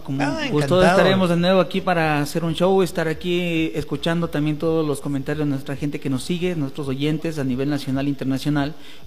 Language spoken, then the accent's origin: Spanish; Ambato, Tungurahua, Ecuador; now in Latacunga, Ecuador; me siento en mi tierra, en mi casa. Saludos a toda mi familia aquí de Ambato. Saludos para la Tacunga, donde estoy residiendo.